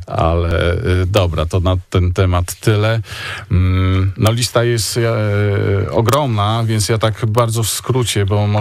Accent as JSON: {"language": "Polish", "town": "Kwidzyn", "region": "Pomeranian Voivodeship", "country": "Poland", "tie": "born or raised there", "said": "Zresztą obaj pochodzimy z tego samego miasta, czyli Kwizyn. Wychowaliśmy"}